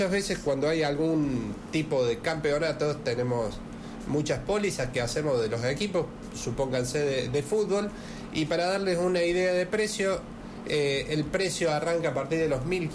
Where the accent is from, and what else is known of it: Argentina